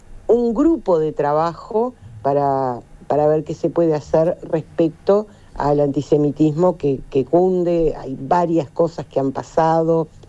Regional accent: Uruguay; born there; yo nací en Uruguay, ¿no? Mi madre patria es Israel y mi patria es Uruguay, son las dos, y ninguna interfiere con la otra.

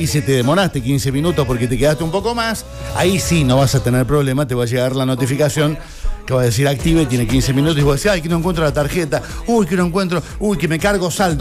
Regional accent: Argentina; Los argentinos decimos, qué bárbaro, qué malos que somos los argentinos

